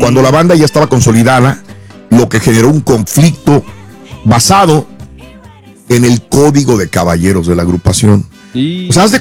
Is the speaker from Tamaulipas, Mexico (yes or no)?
yes; Matamoros, Tamaulipas, Mexico; moved away; orgullosamente de Matamoros